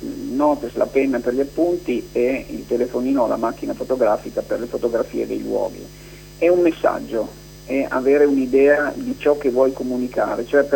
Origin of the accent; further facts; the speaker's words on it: Grado, Friuli-Venezia Giulia, Italy; now in Turin, Italy; io sono figlio di friulani trapiantati a Grado e quindi gradese da quando avevo 2 anni. Sono molto legato a Grado, in questo momento sono a Grado, ci vengo una volta al mese e trascorro qui poi le ferie estive, ma sono anche molto legato al Friuli